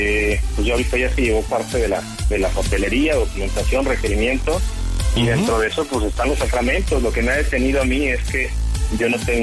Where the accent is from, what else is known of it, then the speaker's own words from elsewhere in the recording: Mexico City, Mexico; now in Monterrey, Mexico; Sí, ella es regia, ¿no? Yo soy de la Ciudad de México.